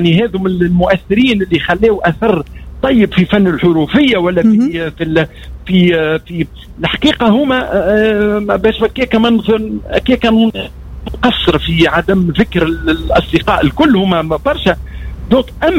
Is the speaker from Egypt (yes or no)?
no; Kairouan, Kairouan Governorate, Tunisia; ترويج لمدينتي مدينة القيروان، مدينة الجنوب.